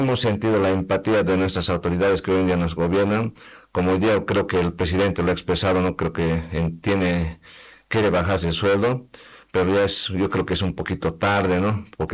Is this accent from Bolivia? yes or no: yes; Bolivia; Si bien nosotros, como bolivianos, hemos aceptado la nivelación de los carburantes